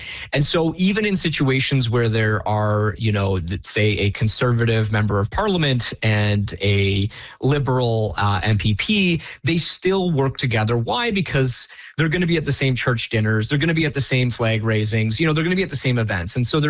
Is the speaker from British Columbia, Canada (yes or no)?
no; Innisfil, Ontario, Canada; born or raised there